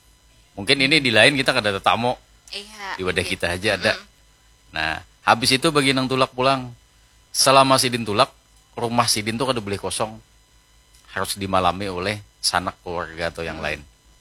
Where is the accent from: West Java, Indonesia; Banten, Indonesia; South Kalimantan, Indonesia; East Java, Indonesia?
South Kalimantan, Indonesia; Nah, salah satu budaya kita tuh orang Banjar Naik Haji itu bilanya sudah haji